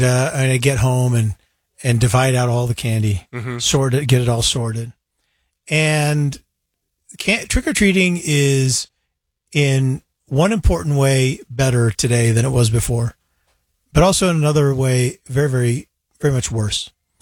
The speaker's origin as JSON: {"language": "English", "town": "Salt Lake City", "region": "Utah", "country": "United States", "tie": "born or raised there", "said": "maybe this is just me defending my hometown"}